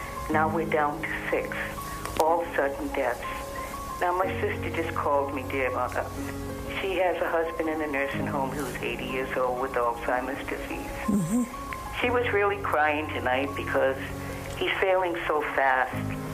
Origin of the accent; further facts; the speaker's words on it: Rhode Island, United States; I'm from Rhode Island.